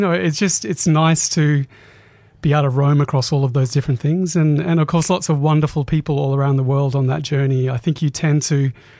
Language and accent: English; Queensland, Australia; also born or lived in Kuranda / Mareeba; But honestly, I grew up mainly in North Queensland